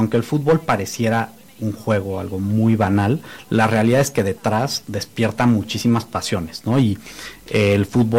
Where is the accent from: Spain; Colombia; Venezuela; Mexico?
Mexico; toda esta euforia colectiva que hemos tenido como mexicanos